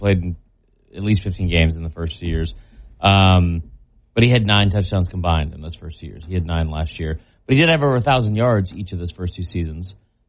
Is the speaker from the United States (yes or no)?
yes; Atlanta, Georgia, United States; I'm from Atlanta.